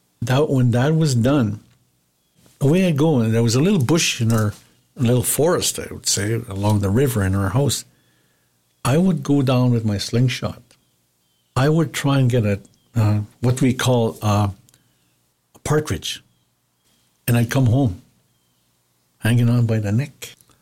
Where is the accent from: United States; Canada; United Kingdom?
Canada